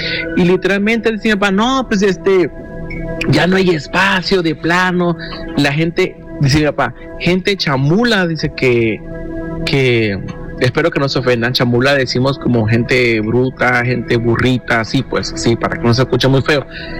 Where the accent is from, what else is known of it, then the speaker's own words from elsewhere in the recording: Tonalá, Chiapas, Mexico; now in Omaha, United States; estoy aquí en Omaha, Nebraska. Soy del estado de Chiapas. del municipio Tonalá, Chiapas, zona costera, frontera con Guatemala. Ahí está su humilde casita, cuando gusten.